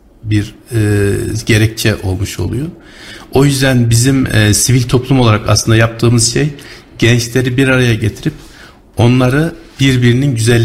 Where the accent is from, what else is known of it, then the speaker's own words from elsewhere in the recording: Kayseri, Turkey; moved away as an adult; now in Uganda; aslen Ağrılıyım. Onu Kayseri'de doğdum, büyüdüm. Şu anda Uganda'da bir sivil toplum kuruluşunda yöneticilik yapıyorum.